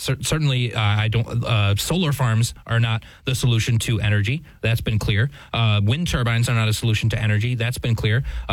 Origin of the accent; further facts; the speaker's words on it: United States; I as an American